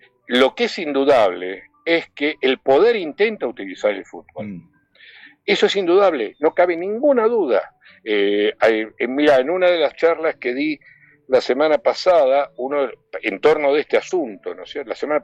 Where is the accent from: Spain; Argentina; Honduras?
Argentina; los argentinos, hasta donde sé, somos argentinos y argentinas